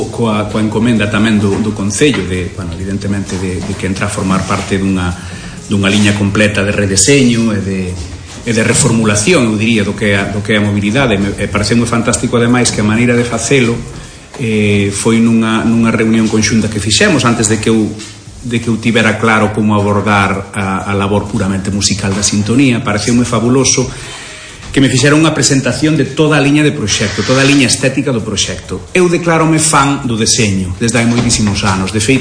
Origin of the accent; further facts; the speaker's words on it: Santiago de Compostela, Galicia, Spain; mas nacín en Compostela, son un músico de aquí que toca un pouco por todas partes, pero eu sinto-me moi compostelano.